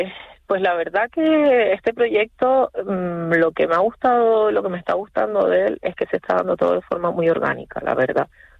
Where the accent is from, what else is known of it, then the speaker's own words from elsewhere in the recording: Canary Islands, Spain; siendo canario, canaria, habiendo nacido y vivido aquí toda mi vida